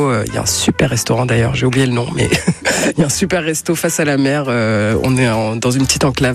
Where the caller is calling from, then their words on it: Douarnenez, Brittany, France; Alors moi, je suis de Douarnenez, en Finistère, et ce que je pourrais dire de ma ville, c'est qu'elle est folklorique.